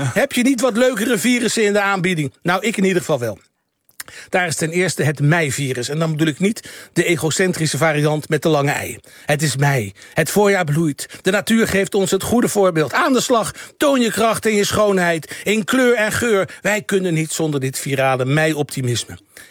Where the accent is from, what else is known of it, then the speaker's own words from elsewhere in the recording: The Hague, South Holland, Netherlands; Ik kom uit Den Haag